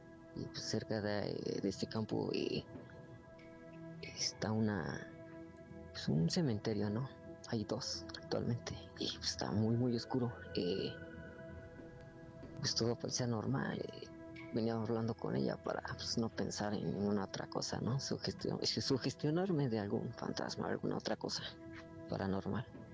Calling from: Toluca, State of Mexico, Mexico; Soy de Toluca

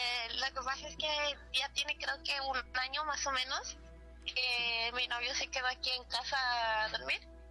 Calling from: Veracruz, Mexico; Desde Veracruz.

